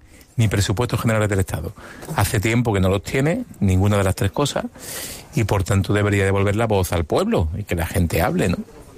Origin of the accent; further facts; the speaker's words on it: Málaga, Andalusia, Spain; cada vez que me recorro yo España y sabe la gente que soy de Málaga, todo el mundo me habla bien de Málaga y del alcalde de Málaga.